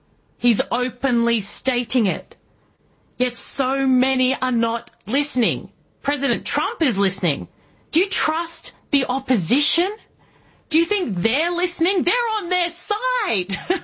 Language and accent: English; Indonesia; also born or lived in Australia; I grew up in Indonesia, the world's largest Muslim nation. I speak the language.